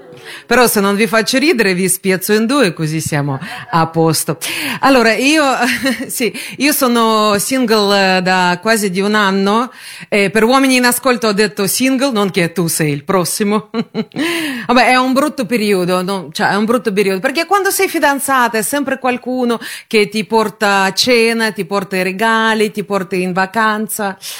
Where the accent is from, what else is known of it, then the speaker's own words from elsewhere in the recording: Russia; Italian is a second language; No, tranquilli, tranquilli, sono russa non praticante.